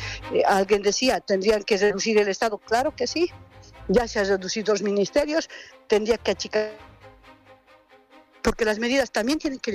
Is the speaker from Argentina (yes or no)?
no; El Alto, La Paz, Bolivia; Primero, yo vengo de la ciudad del Alto